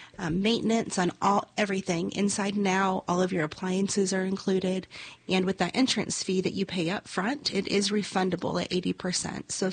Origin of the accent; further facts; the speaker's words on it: Tennessee, United States; also born or lived in California; I'm actually from Well, California originally, but then I moved to Tennessee, to West Tennessee, whenever I was 13. So I call myself a Tennessean now. And then I moved out to the Nashville area in my young 20s.